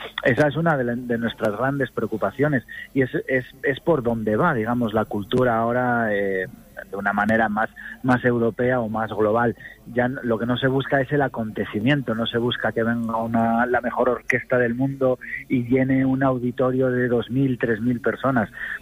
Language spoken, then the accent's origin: Spanish; Asturias, Spain